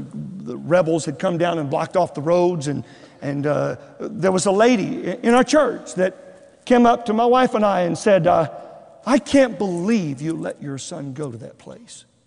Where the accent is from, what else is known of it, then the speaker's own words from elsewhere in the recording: Texas, United States; I was from Texas, the Holy Land. I wanted to stay there.